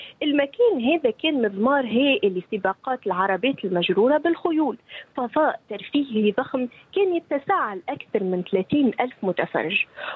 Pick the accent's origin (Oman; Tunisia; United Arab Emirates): Tunisia; بلادنا تونس